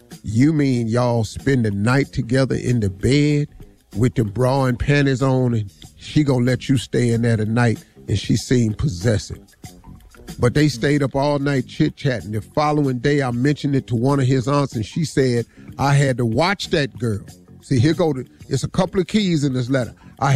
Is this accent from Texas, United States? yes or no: no; Welch, West Virginia, United States; born or raised there